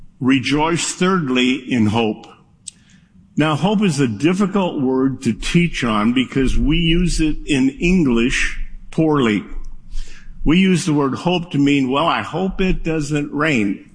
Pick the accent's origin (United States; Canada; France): United States; accent: American; I am an American. I don't speak Greek.